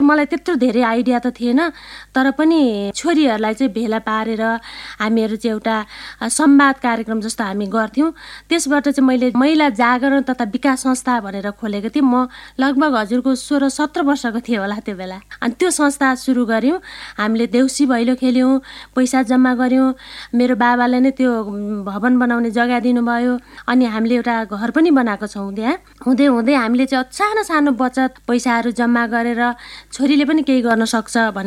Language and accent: Nepali; Bhojpur, Koshi Province, Nepal; moved away as an adult; now in Kathmandu, Nepal; म हजुरको भोजपुरबाट चाहिँ म काठमाडौँ मेरो पढाइको क्रममा म काठमाडौँ आएँ।